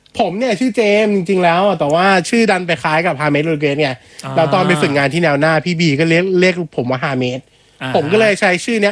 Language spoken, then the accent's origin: Thai; Lam Luk Ka, Pathum Thani, Thailand; also born or lived in Min Buri, Bangkok; ผมเนี่ยเป็นคนลำนุกาแต่ว่าลูกครึ่งเนี่ยหมายความว่าไงผมต้องมีเชื้อสายอื่นไหมผมเป็นคนลำลูกกาใช่